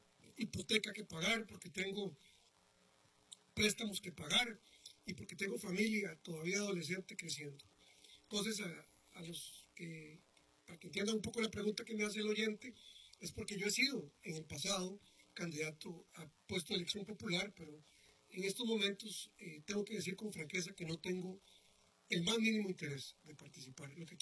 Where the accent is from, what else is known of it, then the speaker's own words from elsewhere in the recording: Costa Rica; Yo en estos momentos soy un costarricense